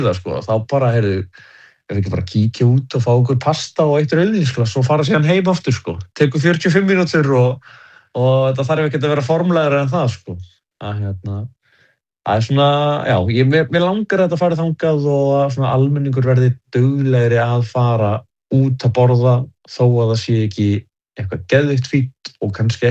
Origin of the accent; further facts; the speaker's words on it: Akureyri, Northeastern Region, Iceland; Ég held og núna þú veist, ég er frá Akureyri og ég sem barn, ég bjórendar ekki í hverfinu